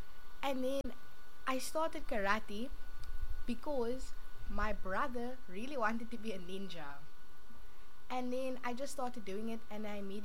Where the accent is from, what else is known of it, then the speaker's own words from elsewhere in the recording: George, Western Cape, South Africa; I come from George.